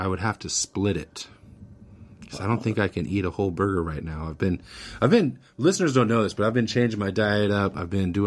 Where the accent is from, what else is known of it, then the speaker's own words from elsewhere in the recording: McKinleyville, California, United States; also born or lived in Austin, Texas; I grew up in McKinleyville.